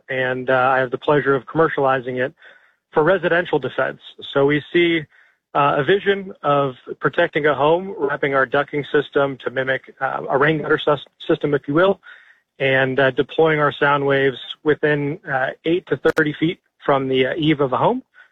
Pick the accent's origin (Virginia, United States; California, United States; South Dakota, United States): California, United States; Altadena; I witnessed the LA fires in my hometown of Altadena, and looked at that devastation.